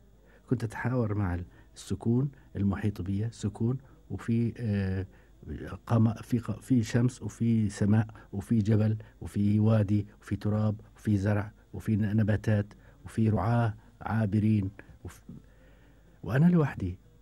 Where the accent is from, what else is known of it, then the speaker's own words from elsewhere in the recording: Taffuh, Hebron Governorate, Palestine; تفوح قريتي، الآن أصبحت مدينة كما قلت